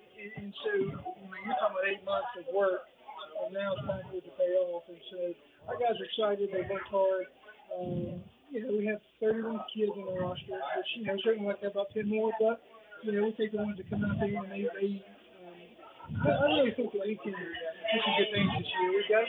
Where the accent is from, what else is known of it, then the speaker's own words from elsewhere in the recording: Virginia, United States; I come from Virginia